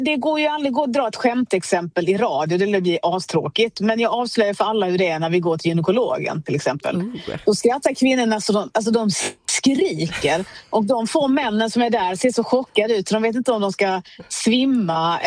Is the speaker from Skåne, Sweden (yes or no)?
yes; Skåne, Sweden; Ja, men jag är skåning.